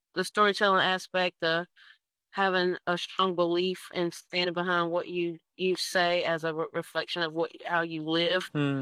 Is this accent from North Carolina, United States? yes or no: yes; Mount Olive, North Carolina, United States; So normally I just tell people I'm from Mount Olive.